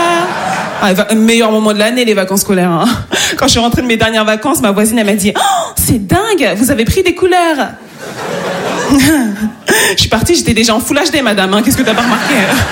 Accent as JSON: {"language": "French", "region": "Île-de-France", "country": "France", "tie": "born there", "said": "C'est peut-être parce que je suis née dans le Val d'Oise."}